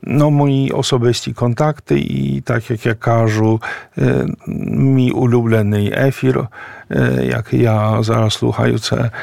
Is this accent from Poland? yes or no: yes; Poland; але я поляк, вони були поляки, римокатолики, тобто в мене немає жодної ідентичності української, я просто поляк, який живе тут у Варшаві